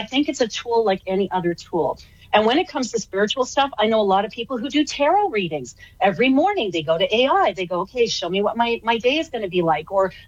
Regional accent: Canada; I'm Canadian, I'll still say that.

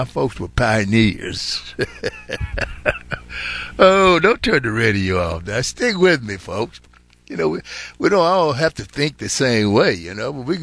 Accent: Mississippi, United States; Like in my home state of Mississippi

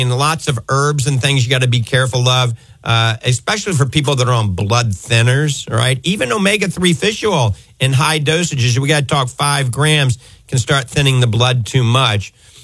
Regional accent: New Orleans, Louisiana, United States; Growing up in New Orleans, I ate a lot of shrimp.

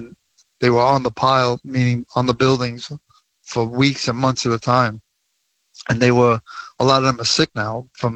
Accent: Brooklyn, New York, United States; I knew people from my neighborhood growing up in Brooklyn that I worked in the building, in the World Trade Center, stockbrokers, and they perished in the building.

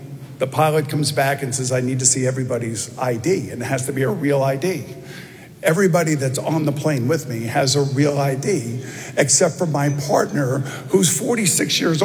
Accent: New York, United States; And I grew up in New York, so I knew about it, I understood it

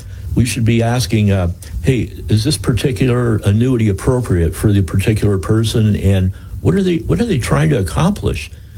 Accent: Canada; now in United States; I came from Canada. I love it in California, and I'm just enjoying it.

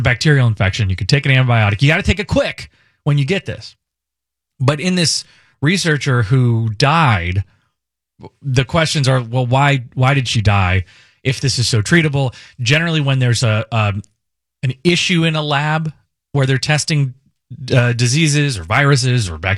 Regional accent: Indianapolis, Indiana, United States; moved away; my hometown of Indianapolis

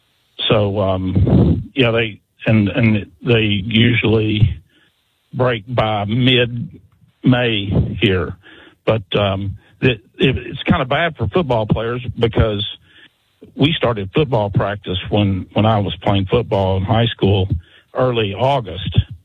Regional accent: Virginia, United States; when I was a kid growing up in Virginia.

